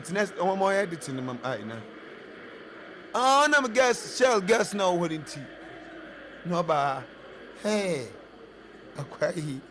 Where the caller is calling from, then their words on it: Sekondi, Western Region, Ghana; Good evening. … from Sekendi.